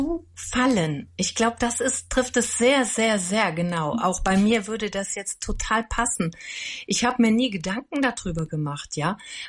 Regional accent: Andernach, Rhineland-Palatinate, Germany; ich komme gebürtig aus Andernach und bin im Pohltal aufgewachsen. Das ist da am See

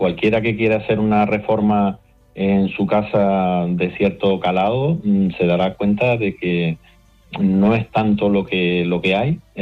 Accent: Puerto de la Cruz, Canary Islands, Spain; yo soy de Puerto de la Cruz

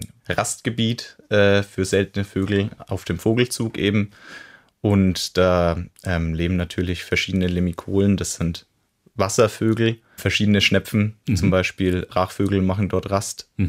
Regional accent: Burgbernheim, Bavaria, Germany; Ja, also ich komme ja auch ursprünglich aus Burg Bernheim, bin dort aufgewachsen.

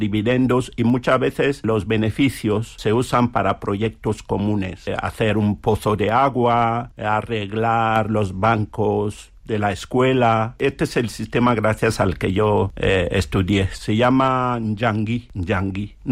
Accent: Cameroon; now in Spain; aquí, en España, los cameruneses que viven aquí lo practicamos.

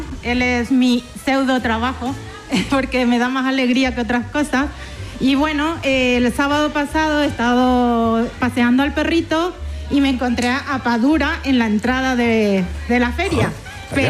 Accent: Paraguay; moved away as an adult; now in Spain; Soy paraguaya, llevo 18 años en España

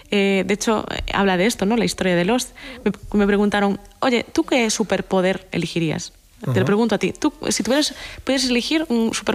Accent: Galicia, Spain; yo como buena gallega

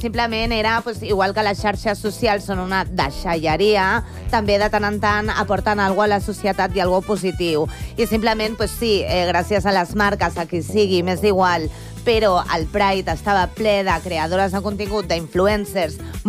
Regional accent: Barcelona, Catalonia, Spain; accent: Barcelona Catalan (a mix); el meu català és català de Barcelona. És una barreja.

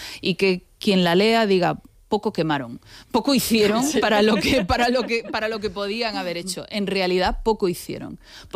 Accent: A Coruña, Galicia, Spain

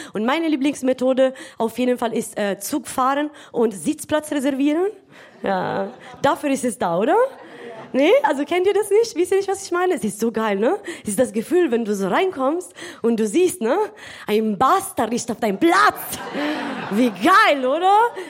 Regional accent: Italy; now in Munich, Germany

